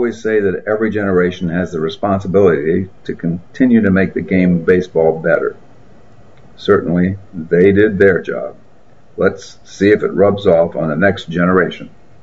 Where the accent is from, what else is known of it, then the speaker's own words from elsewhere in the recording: Manatí, Puerto Rico; When I was growing up in Manati, Puerto Rico, many of these guys were teaching me the game of baseball.